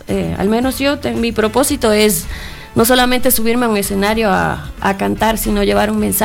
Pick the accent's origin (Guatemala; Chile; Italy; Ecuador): Ecuador; artista ecuatoriana